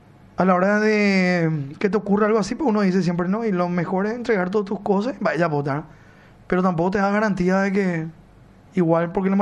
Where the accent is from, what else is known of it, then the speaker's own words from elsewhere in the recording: Lambaré, Central, Paraguay; Yo soy de Lambaré, cuando quiero ir a visitar a mamá